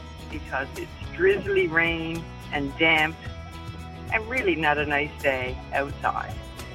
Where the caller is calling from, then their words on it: Clarenville, Newfoundland and Labrador, Canada; Today, where I am out in the Clarenville area right now